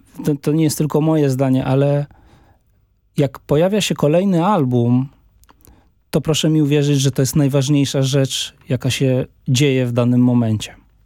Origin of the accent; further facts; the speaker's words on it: Zamość, Lublin Voivodeship, Poland; born there; ja się wychowywałem w klubie Jazz Club Kosz w Zamościu.